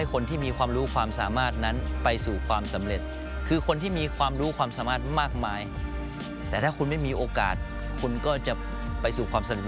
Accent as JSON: {"language": "Thai", "region": "Phayao", "country": "Thailand", "tie": "born or raised there", "said": "เลยตัดสินใจที่จะกลับมาอยู่จังหวัดพะเยาที่เนี่ยมันคือบ้านของเราแล้วบางครั้งเนี่ยเราก็อยากรู้สึกว่าเราได้โตที่นี่"}